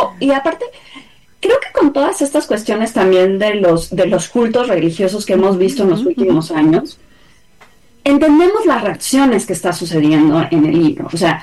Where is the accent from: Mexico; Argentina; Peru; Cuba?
Mexico; a mí, como mexicana